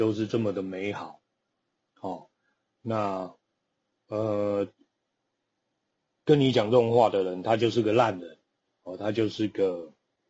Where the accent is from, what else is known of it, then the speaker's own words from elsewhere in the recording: Taiwan; 以我们在讲台语啊